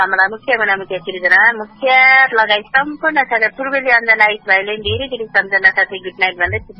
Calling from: Lalitpur, Bagmati, Nepal; ललितपुरबाट

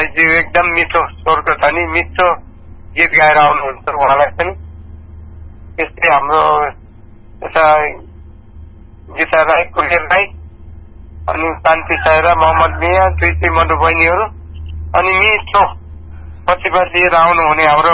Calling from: Shuklagandaki, Gandaki Province, Nepal

